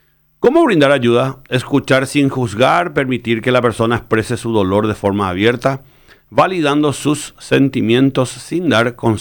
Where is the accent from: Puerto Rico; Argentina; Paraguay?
Paraguay; Como cualquier paraguayo también, que siempre nos automedicamos